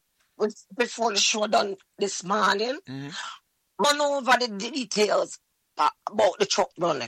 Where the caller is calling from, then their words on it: Jamaica; I come from Jamaica.